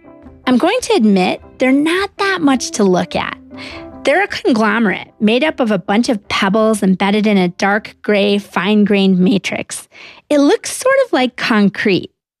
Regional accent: Alaska, United States; my home state of Alaska

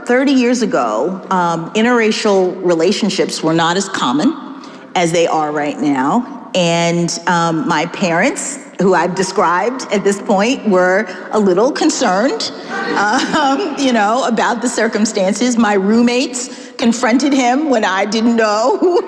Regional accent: Miami, Florida, United States; moved away as an adult; also born or lived in Washington, D.C.; he was from Boston and I was from Miami, and we said we'll live in Washington, D.C.

